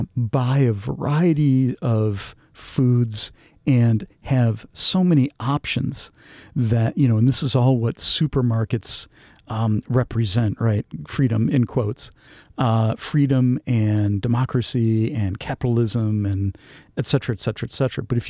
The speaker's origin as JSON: {"language": "English", "town": "Lincoln Park", "region": "Michigan", "country": "United States", "tie": "born or raised there", "said": "I grew up, I should highlight that I grew up five blocks away from the Sears in Lincoln Park, right? The massive shopping complex that was super important to downriver economy."}